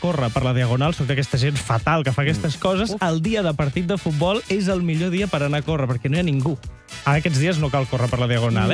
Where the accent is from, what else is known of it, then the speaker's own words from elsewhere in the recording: Catalonia, Spain; jo sóc del Maresme